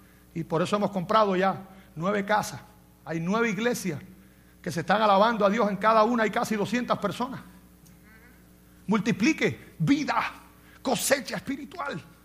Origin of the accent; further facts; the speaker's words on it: Cuba; moved away; en mi país, en Cuba